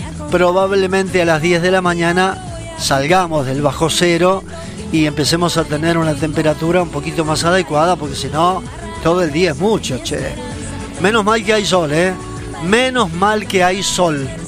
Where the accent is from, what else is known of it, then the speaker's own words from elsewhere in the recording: Argentina; nosotros acá en la Argentina